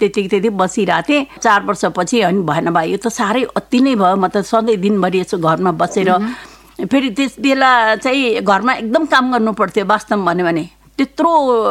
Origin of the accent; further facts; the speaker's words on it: Kathmandu, Bagmati, Nepal; म काठमाडौँमै जन्मेको, काठमाडौँको महाराजगञ्जमा जन्मेँ हुँ र म 2002 सालको काठमाडौँमै जन्मेको, काठमाडौँमै हुर्केको भन्नु पर्यो। अब म अहिलेसम्म काठमाडौँमै छु, अब त्यहाँभन्दा कतै यताउति गएको छैन, म यहीँ जन्मेको यहीँ छु।